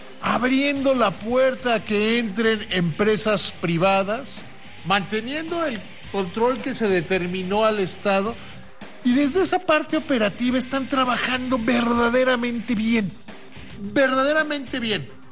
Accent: Mexico; como somos la inmensa mayoría de los mexicanos.

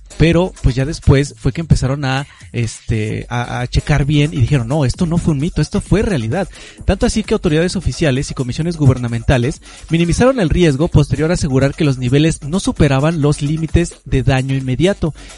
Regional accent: Mexico; a veces uno como mexicano

